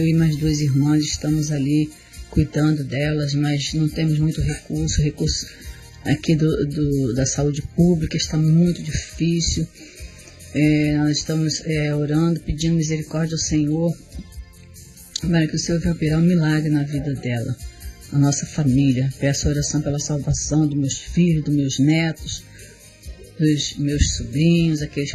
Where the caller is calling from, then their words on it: Queimados, Rio de Janeiro, Brazil; sou da ICM Nazareto aqui de Queimados